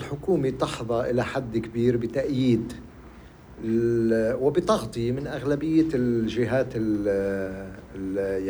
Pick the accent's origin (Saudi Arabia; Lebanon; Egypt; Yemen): Lebanon; بمصلحتنا كلبنانيين